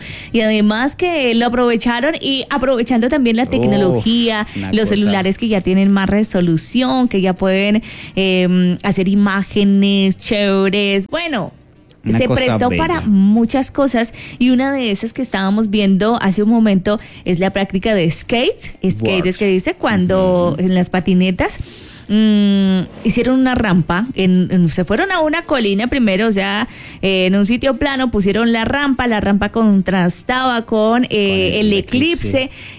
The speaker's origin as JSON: {"language": "Spanish", "town": "Bolívar", "region": "Cauca", "country": "Colombia", "moved": "yes"}